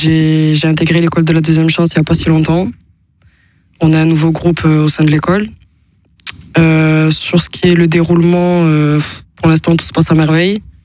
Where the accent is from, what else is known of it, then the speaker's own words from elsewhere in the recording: Marseille, Provence-Alpes-Côte d'Azur, France; Moi, de base, je suis originaire de Marseille.